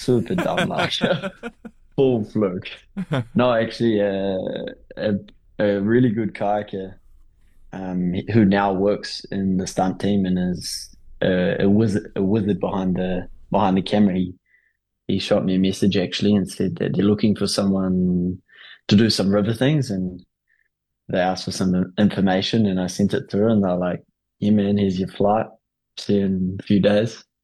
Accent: Okere Falls, Bay of Plenty, New Zealand; I grew up in Aukiri Falls, a small town out of Rotorua.

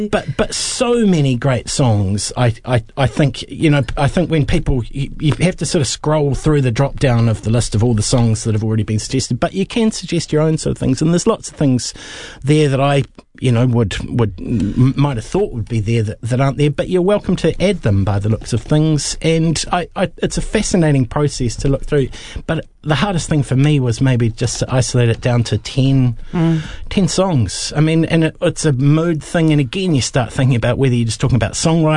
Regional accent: Timaru, Canterbury, New Zealand; like Radio Caroline growing up in Timaru as a child on, you know, AM easy listening radio.

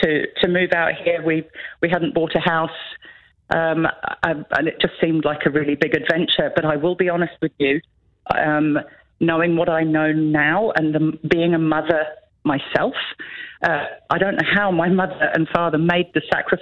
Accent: Ashburton, South West England, United Kingdom; moved away; I'm from Devon, as you can not tell. Yeah, beautiful, beautiful part of the UK.

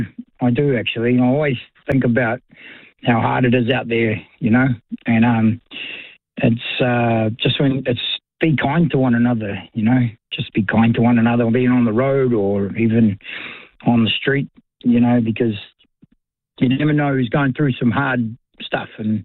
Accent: Otorohanga, Waikato, New Zealand; in Otrahonga, in my hometown

